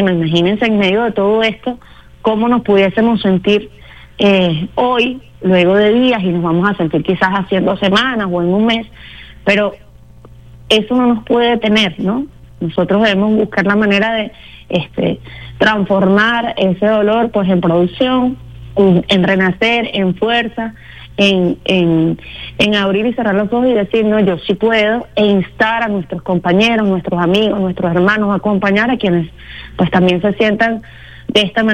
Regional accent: Venezuela; que han tenido un momento en medio de sus compromisos para enviarnos un mensaje como venezolanos

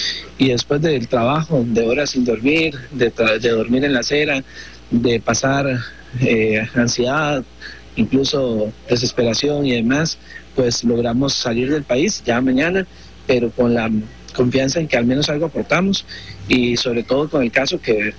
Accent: Costa Rica; Somos 16 rescatistas de la Cruz Roja Costarricense, representando también al pueblo costarricense

